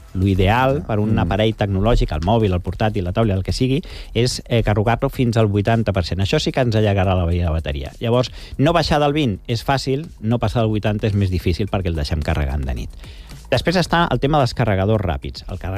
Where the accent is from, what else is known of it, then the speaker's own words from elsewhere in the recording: Galicia, Spain; now in Catalonia, Spain; jo soc de Galícia